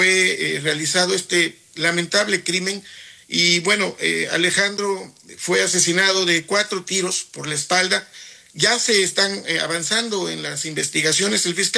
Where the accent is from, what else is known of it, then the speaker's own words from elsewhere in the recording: Oaxaca, Mexico; a quien conozco de muchos años, somos oaxaqueños